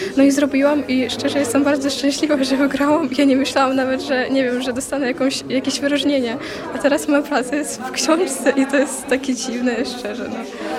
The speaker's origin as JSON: {"language": "Polish", "region": "Kyiv", "country": "Ukraine", "second_language": "Polish", "lives_now": "Poland", "said": "bo ja sama jestem z Ukrainy, z Kijowa i ja trochę wiem, że co to jest wojna."}